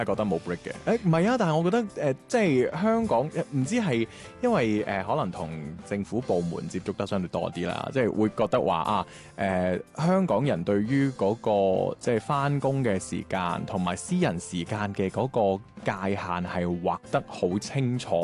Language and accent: Cantonese; Guangzhou, Guangdong, China; 我自己作為廣州人啦，即係我成日去香港出 trip 啊